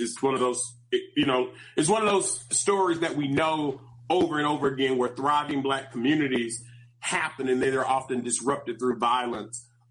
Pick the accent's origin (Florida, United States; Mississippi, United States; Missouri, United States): Mississippi, United States; I'm from the Mississippi Delta.